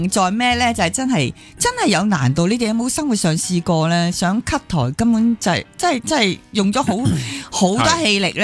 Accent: Hong Kong; 其实几关我哋香港人士嘅，

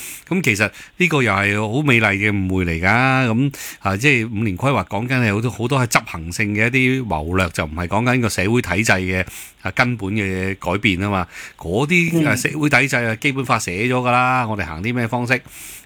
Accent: Hong Kong; 我哋香港人

